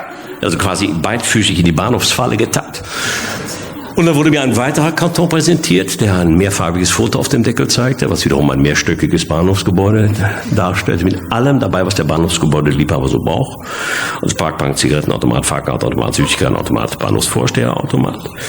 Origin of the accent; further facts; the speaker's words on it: Bochum, North Rhine-Westphalia, Germany; Ich komme aus Bochum